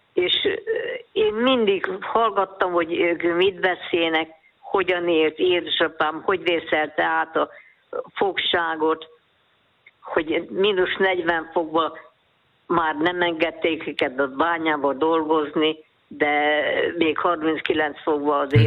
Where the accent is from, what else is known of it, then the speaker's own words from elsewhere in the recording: Kiskunfélegyháza, Bács-Kiskun, Hungary; born there; mikor én megszülettem Kiskunfélegyházan, szegénységi bizonyítványt kellett kérni az akkori tanácstól